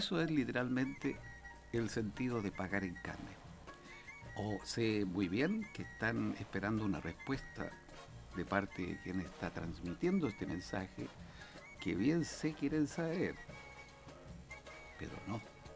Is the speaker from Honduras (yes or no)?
no; Chile; En el doble sentido coloquial y pícaro que nos caracteriza como chilenos...